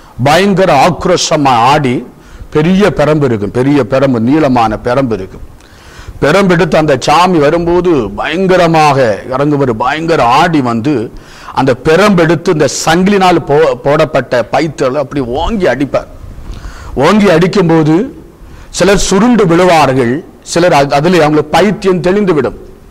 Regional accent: Kollankode, Tamil Nadu, India; born or raised there

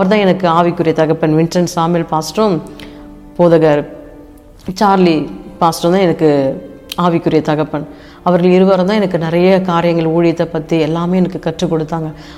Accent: Chennai, Tamil Nadu, India; moved away as an adult; நான் சென்னையிலே பிறந்து சென்னையிலே வளர்ந்தோம்

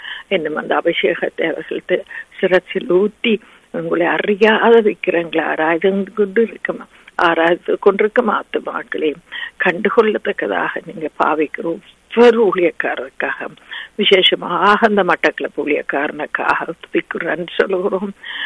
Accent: Sri Lanka; moved away; நாங்க பிறந்து வளர்ந்த இலங்கை தீவுக்காக

